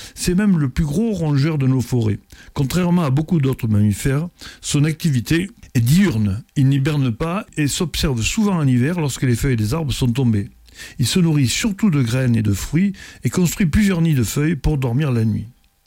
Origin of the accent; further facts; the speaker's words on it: France; mais qui se porte pas trop mal chez nous en France